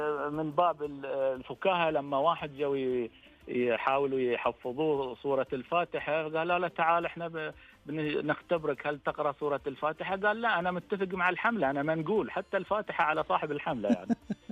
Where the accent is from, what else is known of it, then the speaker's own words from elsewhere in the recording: Al-Ahsa, Eastern Province, Saudi Arabia; عندنا في الأحساء